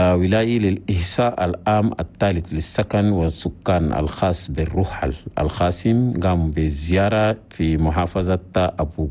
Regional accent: Chad

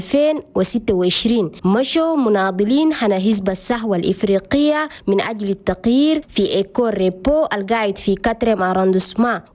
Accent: Chad; وخرجت الآلاف من الكوادر القدروا لقوا مناصب كبيرة في بلدنا تشاد.

